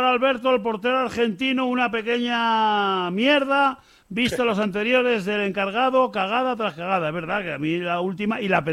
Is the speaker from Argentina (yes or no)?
no; Córdoba, Andalusia, Spain